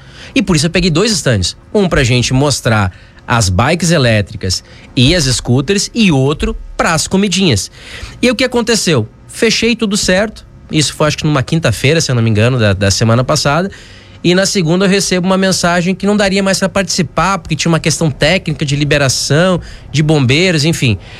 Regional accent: Porto Alegre, Rio Grande do Sul, Brazil; moved away as an adult; now in Farroupilha, Brazil; eu não sou natural de Farroupilha. Eu já falei sobre isso, não é novidade, eu sou gaúcho, eu sou de Porto Alegre, mas eu tô morando aqui em Farroupilha faz um ano.

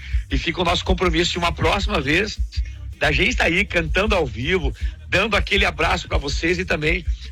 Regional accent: Pato Branco, Paraná, Brazil; desde o Sudoeste do Paraná. Eu sou de Pato Branco

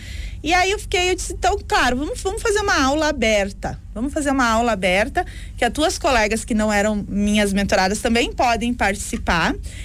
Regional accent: Rio Grande do Sul, Brazil; É 51, porque eu venho do Vale do Taquari, né?

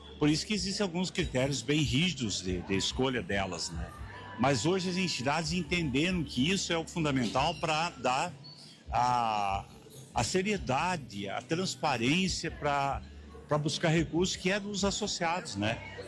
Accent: Brazil; nós, enquanto brasileiros

